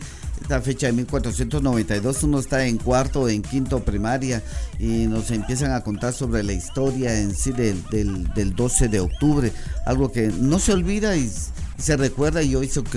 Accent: Guatemala

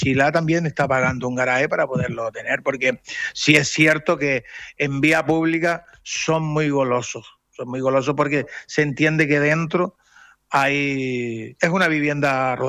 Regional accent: La Laguna, Canary Islands, Spain; De hecho, yo soy de La Laguna también, y en mi calle yo tengo aparcamiento para poderlo poner

